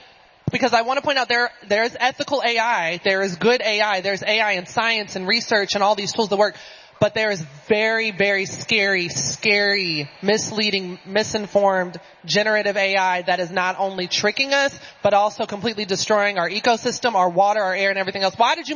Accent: Memphis, Tennessee, United States; talk about data centers in my hometown of Memphis, XAI, and Elon Musk.

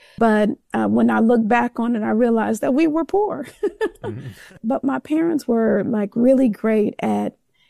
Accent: Gary, Indiana, United States; We grew up in Gary, Indiana, with just not in the best situation. We grew up poor

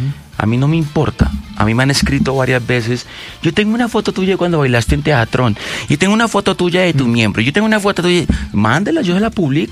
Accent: Mexico City, Mexico; Sí, yo soy de la Condesa, de la Roma, de esta gente, me aburrí.

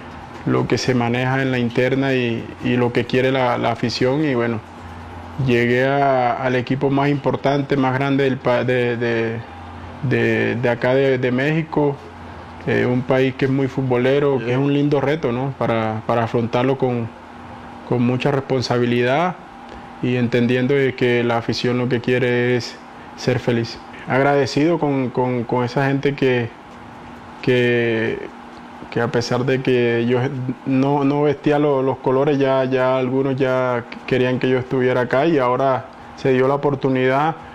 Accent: Tierralta, Córdoba, Colombia; soy de Tierra Alta, un pueblo cercano a Montería, que es la capital de Córdoba, y muy cerca a toda la costa Caribe

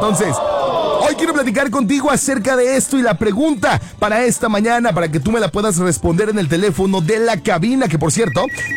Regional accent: Mexico; yo soy de México, pero no me gusta la pancita.

